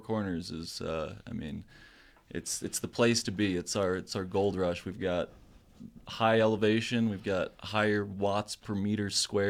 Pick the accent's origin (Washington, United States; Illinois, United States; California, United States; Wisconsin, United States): Illinois, United States; Chicago; moved away; I grew up in Chicago